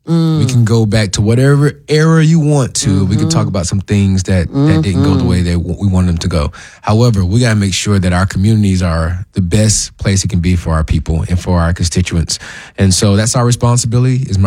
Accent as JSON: {"language": "English", "town": "Memphis", "region": "Tennessee", "country": "United States", "tie": "born there", "said": "Look, I was born in Memphis."}